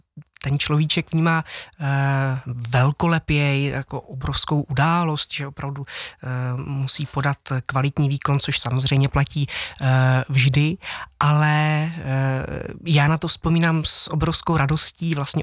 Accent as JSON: {"language": "Czech", "town": "Kroměříž", "region": "Zlín Region", "country": "Czechia", "tie": "born or raised there", "also_born_or_lived": "Havlíčkův Brod / Stříbrná Skalice", "said": "potom nějakou krátkou dobu jsem žil s rodiči ve Stříbrné Skalici. No a tak nějak cesty se střetly potom v té Kroměříži, kde vlastně jsem od nějakých 3 let."}